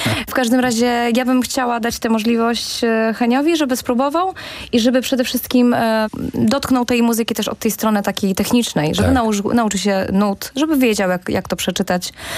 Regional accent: Warmian-Masurian Voivodeship, Poland; Ja mieszkałam, właśnie pochodzę z małego miasta, z Podolsztyna. Wiesz, najbliższa szkoła muzyczna była właśnie w Olsztynie

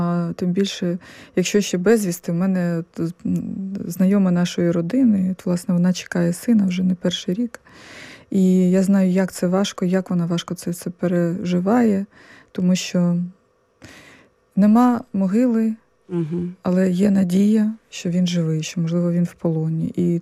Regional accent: Kyiv, Ukraine; я з Києва

